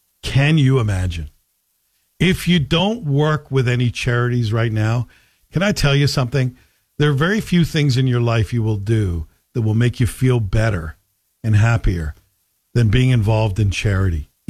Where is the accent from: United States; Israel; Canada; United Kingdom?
Canada; And it's not inexpensive as a Canadian to cross the border even just a short ways and spend your money in American dollars.